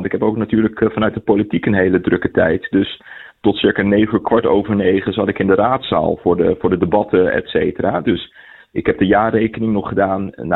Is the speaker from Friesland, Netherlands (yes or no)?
no; Leiden, South Holland, Netherlands; Ik ben ook gewoon een Leidenaar.